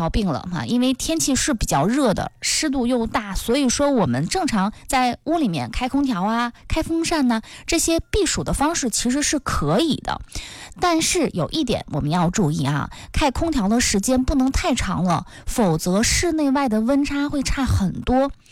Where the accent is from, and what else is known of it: Northeast China, China